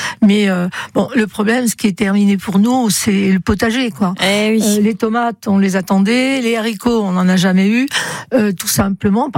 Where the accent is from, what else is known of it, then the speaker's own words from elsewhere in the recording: Centre-Val de Loire, France; chez nous en Touraine